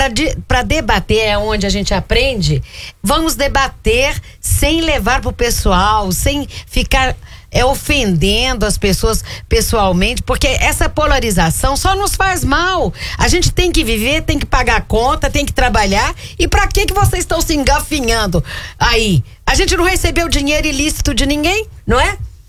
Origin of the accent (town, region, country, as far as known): Minas Gerais, Brazil